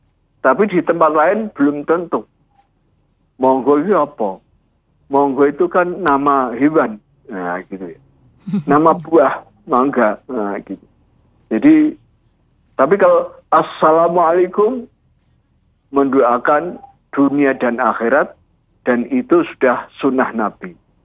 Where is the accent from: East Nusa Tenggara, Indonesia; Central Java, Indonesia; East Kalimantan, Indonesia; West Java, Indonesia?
Central Java, Indonesia; Demak; Kalau saya kan orang Demak ya. Orang Demak kan kulturnya ya sejak kecil dulu ya gayanya orang NU. Nah, bahkan jadi pengurus NU.